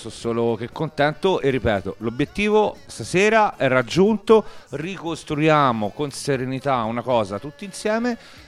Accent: Tuscany, Italy; now in Rome, Italy; Io da toscano ho provato a portare questa esperienza.

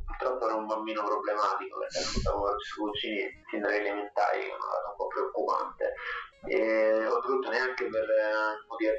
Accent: Rome, Lazio, Italy; born there; almeno a Roma, non so se anche in altre città era così, ma negli anni 90 gli scout erano un miscuglio

